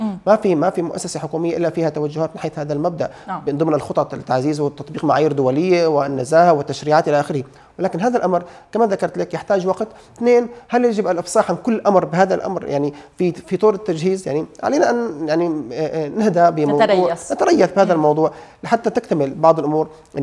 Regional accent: Syria; لو بدنا تمويل كسوريين

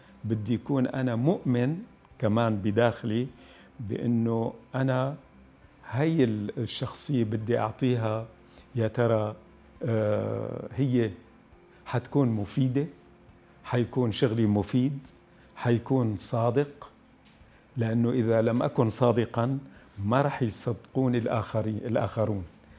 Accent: Quneitra Governorate, Syria; now in Damascus, Syria; النشاه بتعرف هي بقريه بمنطقه البطيحه. هاي القريه لهجتنا هي موجوده بين فلسطين، جنوب لبنان، درعا والجانب السوري

